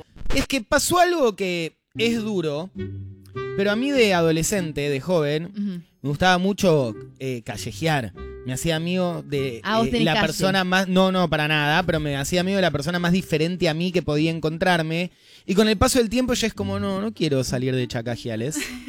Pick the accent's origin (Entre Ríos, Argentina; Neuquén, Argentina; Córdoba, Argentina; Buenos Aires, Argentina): Buenos Aires, Argentina; los porteños somos un problema.